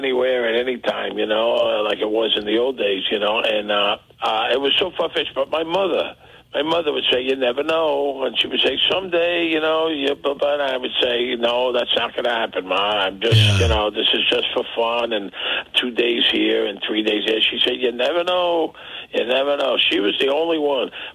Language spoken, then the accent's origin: English; New York City, New York, United States; born or raised there; moved away as an adult; now in Las Vegas, United States